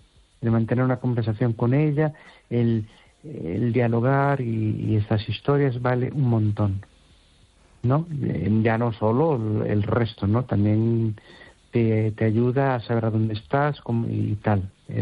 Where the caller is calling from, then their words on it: Amoeiro, Galicia, Spain; de Amoiro.